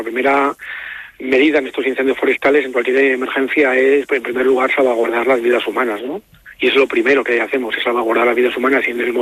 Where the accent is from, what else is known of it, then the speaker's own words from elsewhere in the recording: Huesca, Aragon, Spain; Todos los que somos de Huesca y conocemos la zona